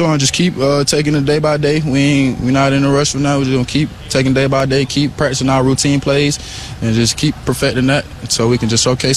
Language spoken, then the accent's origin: English; Atlanta, Georgia, United States; I grew up in Atlanta, Georgia. I played for a team called Glenwood.